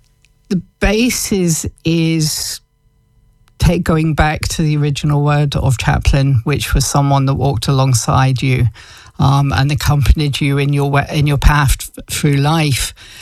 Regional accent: Scotland, United Kingdom; moved away; also born or lived in East Anglia; So although I'm Scottish, I lived in England for a while.

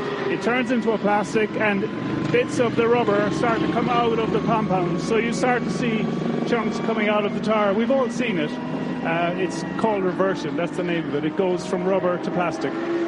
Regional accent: Cork, Munster, Ireland; moved away; I'm from Cork in the south of Ireland.

